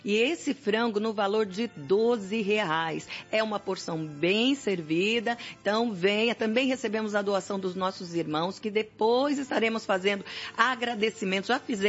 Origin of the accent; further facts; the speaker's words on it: Brazil; Porque eu sou brasileira, né?